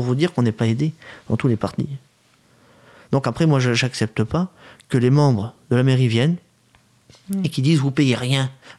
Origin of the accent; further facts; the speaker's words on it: France; Pourtant on est français.